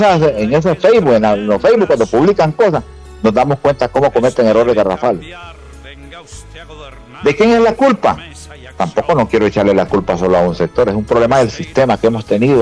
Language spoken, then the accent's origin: Spanish; Sulaco, Yoro, Honduras; born there; Y yo soy el hombre más orgulloso por decir que soy sulaqueño